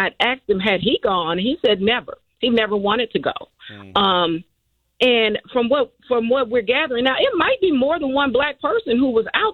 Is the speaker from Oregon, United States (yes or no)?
no; Mississippi, United States; I'm from the Mississippi area, so it's flat up here.